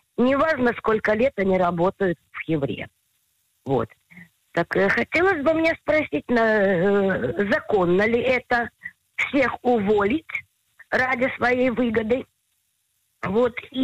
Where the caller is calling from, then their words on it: Tel Aviv, Tel Aviv District, Israel; Я звоню из Тель-Авива.